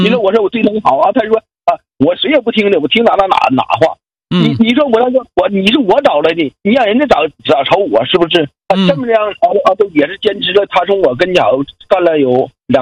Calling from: Hebei, China; 我是河北的。

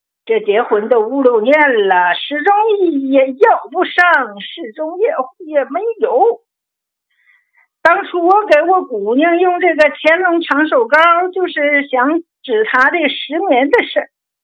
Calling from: Feicheng, Shandong, China; 俺是泰安肥城市的，我今年72嘞。

